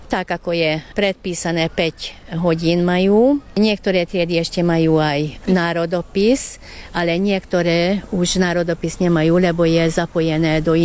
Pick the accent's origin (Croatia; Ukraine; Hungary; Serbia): Hungary; Galgaguta, Nógrád; učila som v Galgagute, keďže stadiaľ pochádzam, to je národnostná dedina, okolité nie sú.